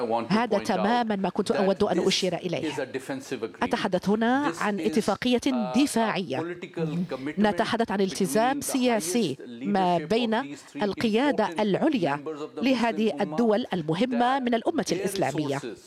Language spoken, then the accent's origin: Arabic; Pakistan; أعتقد أنا كباكستاني فإن هذه تعتبر مرحلة تتسم بالكثير من الفخر